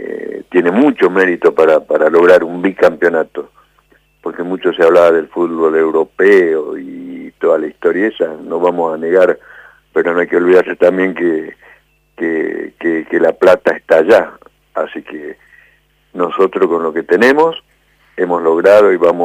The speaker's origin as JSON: {"language": "Spanish", "country": "Argentina", "said": "Yo creo que tiene que ver con lo pasionario que somos nosotros, los argentinos, en todo, pero en todo"}